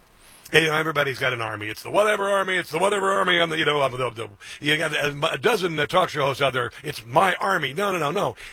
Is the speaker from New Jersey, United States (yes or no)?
no; Iowa, United States; born there; also born or lived in Omaha, Nebraska; My home state is Nebraska. I was born in Nebraska, raised in Omaha, Nebraska until I was about 6-7 years old, moved out into a farm in Iowa, and then was raised in the great state of Iowa.